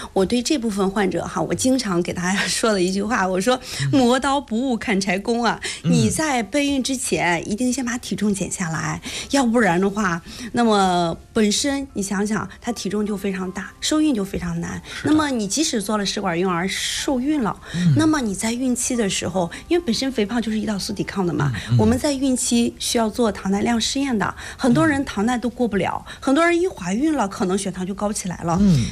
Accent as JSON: {"language": "Chinese", "country": "China", "said": "尤其是我们中国人坐月子呀，"}